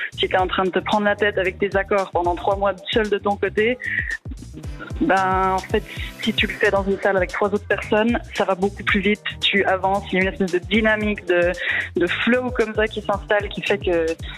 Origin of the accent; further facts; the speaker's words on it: La Chaux-de-Fonds, Neuchâtel, Switzerland; Bah, moi, je viens de la Chaux-de-Fonds